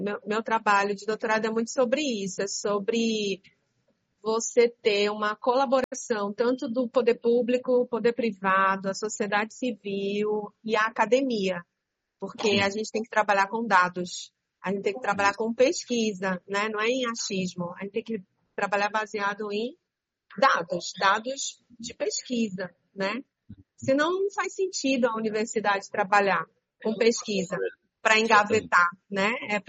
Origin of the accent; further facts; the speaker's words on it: São Paulo, Brazil; also born or lived in Rio de Janeiro; now in Recife, Brazil; eu não sou daqui, eu não sou de Recife, por exemplo. Eu nasci no Rio, mas eu me criei em São Paulo. Eu estou aqui há 22 anos.